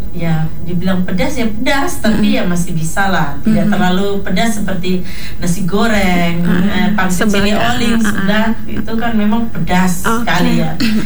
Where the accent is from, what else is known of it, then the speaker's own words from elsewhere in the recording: Papua, Indonesia; Kalau kita orang Papua bilang mulut macam mau terbakar.